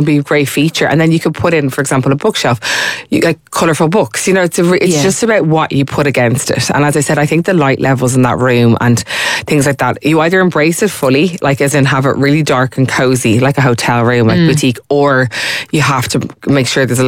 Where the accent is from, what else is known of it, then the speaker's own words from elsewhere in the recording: Ireland; we're from Ireland, like we've such beautiful buildings and history